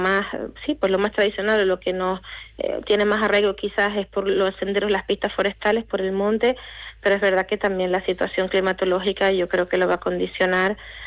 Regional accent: Canary Islands, Spain

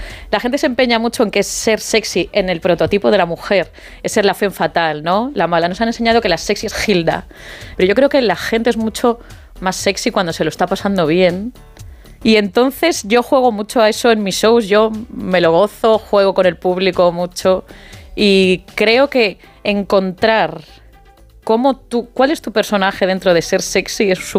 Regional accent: Vigo, Galicia, Spain; yo soy de Vigo, cuando vuelvo a Vigo, sí noto, pues otra vez

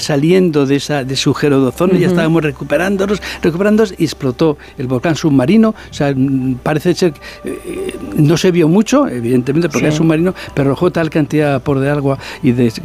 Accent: Madrid, Community of Madrid, Spain

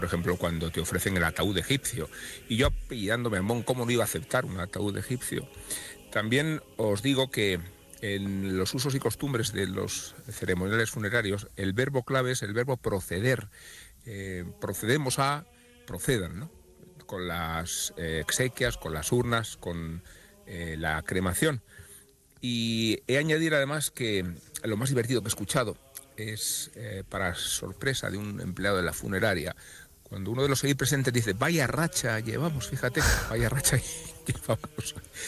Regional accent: Salamanca, Castile and León, Spain; asistir hace muy poco a unos funerales en Salamanca, de donde vengo.

